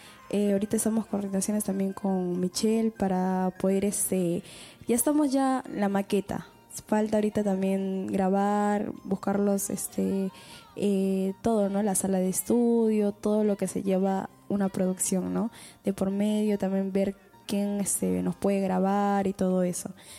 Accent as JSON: {"language": "Spanish", "area": "Quilcas, Huancayo", "region": "Junín", "country": "Peru", "said": "yo también no vengo de un lugar de Quilcas, Huancayo"}